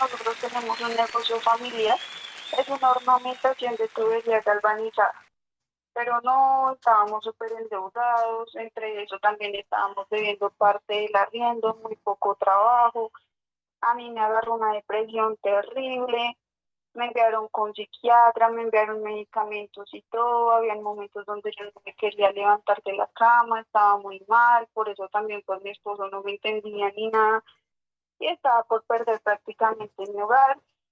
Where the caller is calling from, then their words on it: Bogotá, Bogotá Capital District, Colombia; desde el barrio El Quintal, en Bogotá.